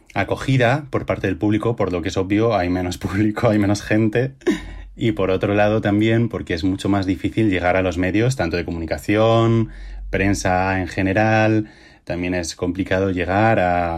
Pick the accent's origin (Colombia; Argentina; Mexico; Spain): Spain; Castile and León; de Castilla y León, de nuestra tierra. Como sabéis, nosotros somos de Salamanca y de Valladolid y durante nuestra gira siempre defendemos que somos unos provincianos.